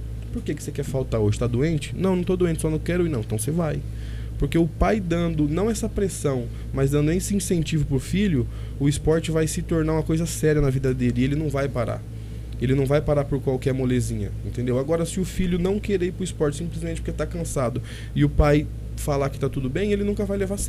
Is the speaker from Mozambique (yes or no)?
no; Monte Alto, São Paulo, Brazil; Isso, nasci e criado em Monte Alto, eu sou de 92